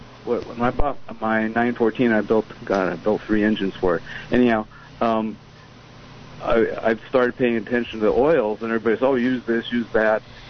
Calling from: San Juan Bautista, California, United States; Hi, Tim and Michelle. … from San Juan Bautista.

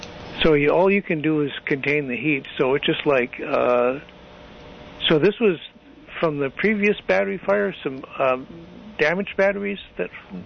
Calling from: Live Oak, United States; Live Oak.

